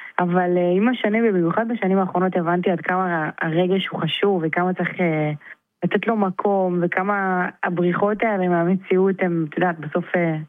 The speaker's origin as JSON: {"language": "Hebrew", "town": "Ashdod", "region": "Southern District", "country": "Israel", "tie": "born or raised there", "said": "גדלתי באשדוד"}